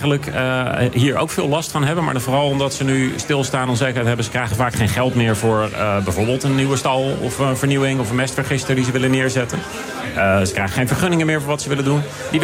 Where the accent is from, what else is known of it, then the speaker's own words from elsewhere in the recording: Gelderland, Netherlands; Oorspronkelijk kom ik ook uit de Bommelerwaard bijvoorbeeld.